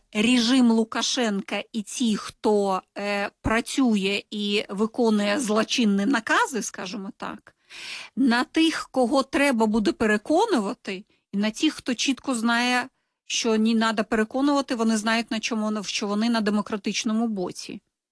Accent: Belarus; Ми не в стадії, що ми нещасні бідні білоруси, або не в стадії, що ми великі білоруси, які стільки зробили.

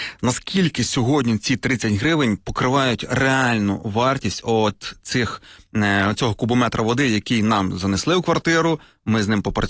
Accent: Kyiv, Ukraine; ми всі кияни

